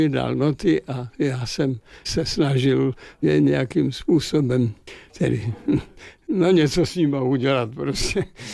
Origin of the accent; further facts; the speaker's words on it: Opočno, Hradec Králové Region, Czechia; also born or lived in Pohoří; v Pohoří, ale v Opočně jsem od věku 6 neděl. Takže jsem vyrostl v Opočně a považuji se za Opočeňáka, i když rodák jsem jinde.